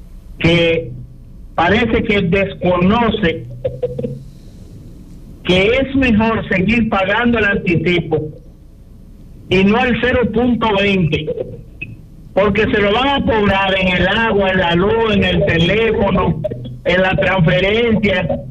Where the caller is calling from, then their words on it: Elías Piña, Dominican Republic; Le hablo desde Elías Piña.